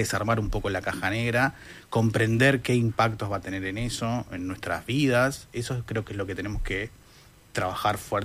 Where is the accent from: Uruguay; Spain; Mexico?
Uruguay